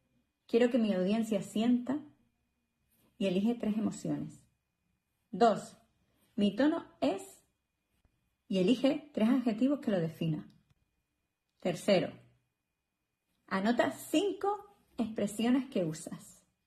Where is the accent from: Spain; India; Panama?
Spain; Canary Islands; accent: Canarian; Yo soy canaria y tengo mi acento propio